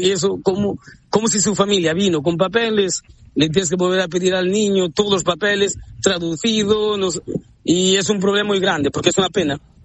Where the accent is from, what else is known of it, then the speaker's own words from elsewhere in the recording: Teruel, Aragon, Spain; born there; also born or lived in Coruña; now in Burela, Spain; Yo tuve la suerte de vivir en Coruña, tuve la suerte de trabajar donde en Teruel, donde nací yo